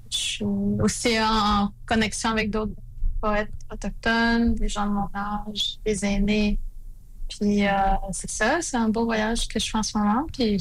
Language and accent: French; Pessamit, Quebec, Canada; Je viens de la communauté de Pessamy.